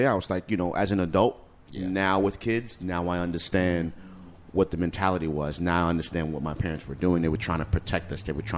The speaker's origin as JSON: {"language": "English", "town": "New York City", "region": "New York", "country": "United States", "tie": "born or raised there", "said": "169th, like you said, Washington Avenue, really tough neighborhood. They call my block the 9, not from 169th, but... Unfortunately, the 9, you know, due to gun violence, due to negativity. And that's, you know, the environment that I grew up in."}